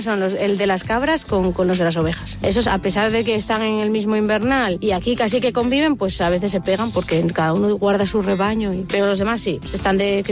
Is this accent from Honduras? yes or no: no; Pola de Siero, Asturias, Spain; born there; soy nacida en Pola de Siero, cerca de Oviedo. Venía de montaña, conocí a un pastor y me quedé.